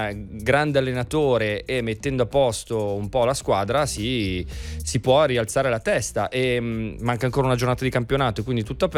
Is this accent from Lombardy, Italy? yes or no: no; Borgomanero, Piedmont, Italy; miei amici di Borgo Manero, io sono nato a Borgo Manero